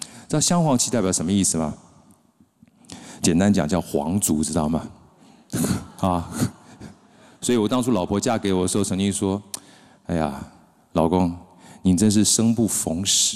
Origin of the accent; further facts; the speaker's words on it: Taichung, Taiwan; 我是后里人，但是我的祖先呢，就是我的祖籍呢，